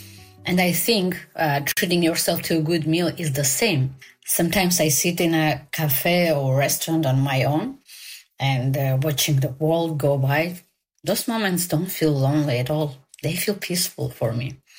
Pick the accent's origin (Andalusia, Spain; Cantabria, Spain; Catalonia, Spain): Catalonia, Spain; Barcelona; from Barcelona in Spain.